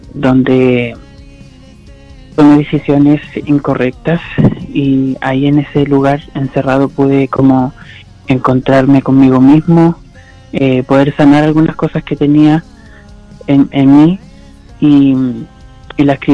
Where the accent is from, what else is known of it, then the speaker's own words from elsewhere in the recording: Maullín, Los Lagos, Chile; now in Puerto Varas, Chile; en Maullín, ya que nací y fui criado casi toda mi infancia y adolescencia allá.